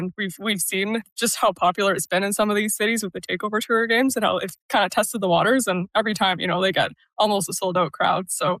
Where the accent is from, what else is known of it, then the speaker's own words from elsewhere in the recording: Canada; as a Canadian and someone who reports on the Ottawa Charge, I love this idea of an all-Canadian final.